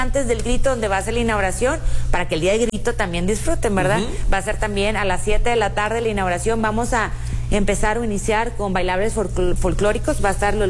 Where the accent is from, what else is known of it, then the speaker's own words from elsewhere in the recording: Mexico; nos gusta mucho a nosotros como mexicanos y como padres de familia